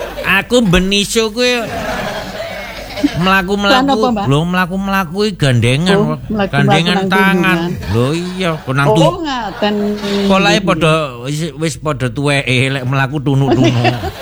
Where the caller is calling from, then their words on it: Kendal, Central Java, Indonesia; Kula saking Kendal, Pak ya.